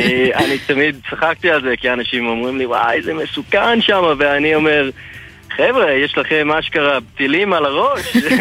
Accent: Australia; אבא שלי ישראלי ואמא שלי אוסטרלי, ויש לי עדיין משפחה, כל המשפחה של אבא שלי פה בארץ, אז... כן, נולדתי וגדלתי באוסטרליה, אבל כל שנתיים, שלוש שנים אנחנו באנו לפה לבקר סבתא, דוד, דודה.

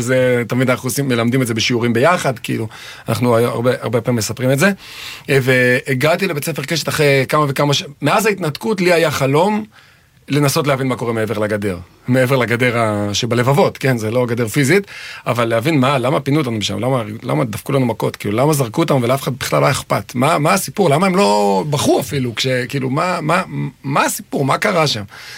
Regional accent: Judea and Samaria Area, Israel; גדלתי בשומרון, עדיין. גדלתי בשומרון

